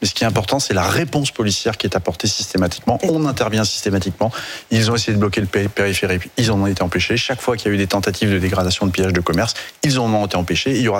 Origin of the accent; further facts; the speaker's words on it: Centre-Val de Loire, France; Vous êtes sur une zone qui est un polygone militaire que je connais bien, puisque je suis originaire du département du Cher.